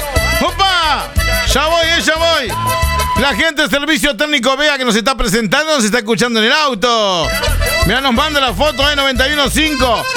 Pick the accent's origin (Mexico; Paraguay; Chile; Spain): Paraguay; now in Argentina; yo soy paraguayo.